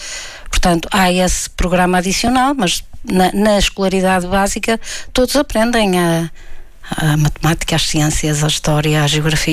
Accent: Braga, Norte, Portugal; Eu que sempre vivi na cidade onde nasci, etc., e aqui estudei também na Universidade do Minho

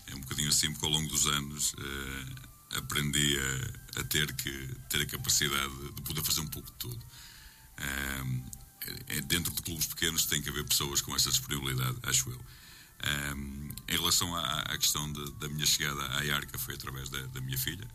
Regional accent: Norte, Portugal; eu não sou de Alpendurada, eu sou de uma freguesia ao lado de Alpendurada, que é de Aris

